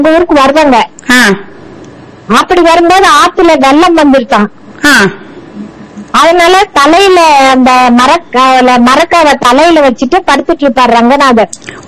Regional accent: Esaiyanur, Tamil Nadu, India; அந்த எசையனூர் தான் நான் பிறந்த ஊர்.

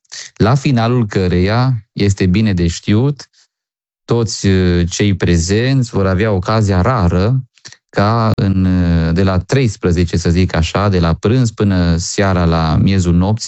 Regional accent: Țopa, Mureș County, Romania; born there; now in Cluj-Napoca, Romania; și din satul meu natal, din Țopa și din Boiu

